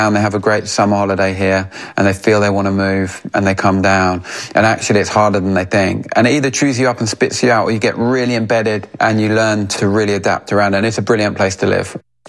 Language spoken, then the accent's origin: English; London, United Kingdom; moved away as an adult; now in Cornwall, United Kingdom; I didn't grow up in Newquay. I've been coming to Cornwall since I was a small boy. But I'm a Londoner born and bred that now lives in Cornwall. I've lived here for the best part of 20 years.